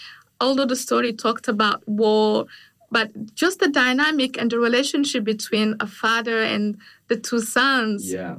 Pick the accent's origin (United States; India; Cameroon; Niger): Niger; English is a second language; I grew up in Niger, and it is used to be a French colony, and we speak French. And growing up, my father thought it was best for me to speak the language, French. And then so kind of looked down into my mother tongue